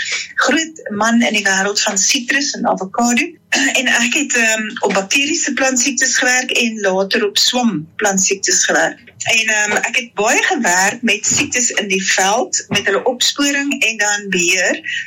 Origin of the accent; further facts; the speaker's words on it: Johannesburg, Gauteng, South Africa; born there; also born or lived in Stellenbosch; now in Pretoria, South Africa; En ek het op in Stellenbosch gebore, ek het in Johannesburg skool gegaan, en toe op na Stellenbosch gaan studeer, teruggekom by Pretoria Universiteit toe